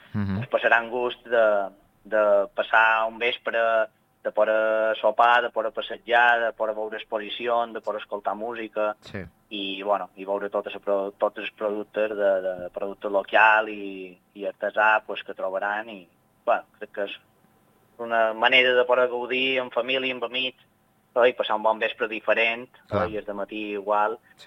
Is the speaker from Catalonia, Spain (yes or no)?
no; Son Servera, Balearic Islands, Spain; com a ciutadans de Son Cervera, com a cerverins que estimam el nostre poble, el nostre municipi